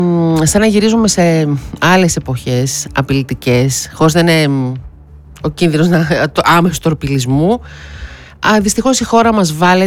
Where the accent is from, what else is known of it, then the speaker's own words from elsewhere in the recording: Greece; σαν Έλληνες